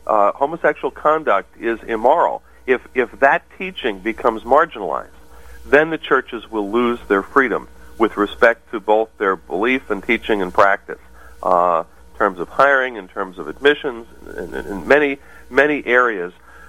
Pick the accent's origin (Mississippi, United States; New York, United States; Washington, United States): New York, United States; New York City; we did have Christmas trees as a Jewish family growing up in New York City.